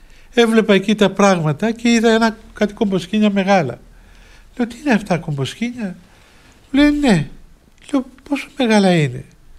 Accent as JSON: {"language": "Greek", "town": "Limassol", "region": "Limassol District", "country": "Cyprus", "said": "Είμαι από τη Λεμεσό, είμαι διάκονος."}